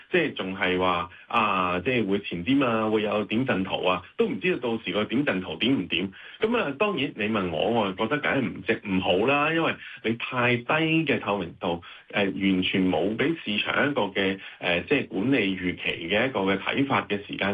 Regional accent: Hong Kong; 作為香港人啊

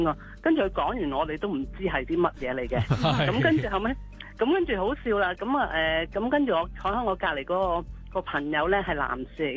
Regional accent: Hong Kong; 係啊，咁因為辣咧，始終我哋香港人食唔慣啊嘛。

